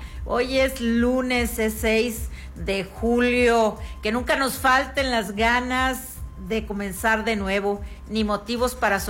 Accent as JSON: {"language": "Spanish", "country": "Mexico", "said": "como buenos mexicanos que somos"}